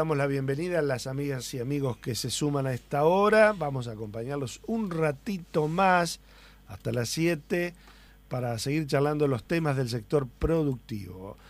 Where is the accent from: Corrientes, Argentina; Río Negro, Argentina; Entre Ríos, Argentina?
Entre Ríos, Argentina; Sauce Pinto; moved away; El sábado anduve por mi pueblo, por Sauce Pinto